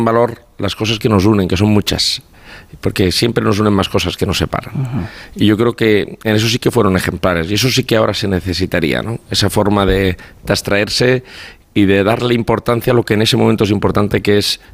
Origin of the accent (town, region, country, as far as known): Valencian Community, Spain